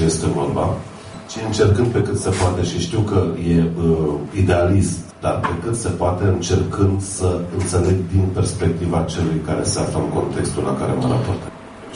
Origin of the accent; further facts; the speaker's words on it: Maramureș County, Romania; mergea 2 săptămâni pe Valea Vaserului, de unde sunt eu, din Vișel de...